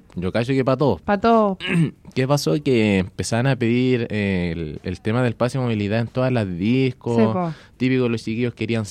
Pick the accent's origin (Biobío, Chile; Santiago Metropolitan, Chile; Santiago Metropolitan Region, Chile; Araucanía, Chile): Araucanía, Chile; Temuco; born there; moved away as an adult; now in San Vicente, Chile; yo nací acá en San Vicente y por circunstancia de la vida me fui a vivir a Temuco.